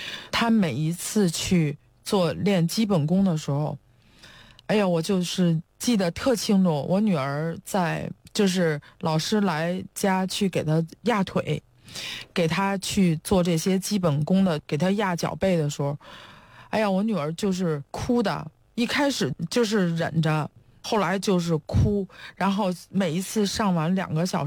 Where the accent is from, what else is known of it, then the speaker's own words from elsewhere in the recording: China; 我们都是从国内长大受国内教育一直以来哈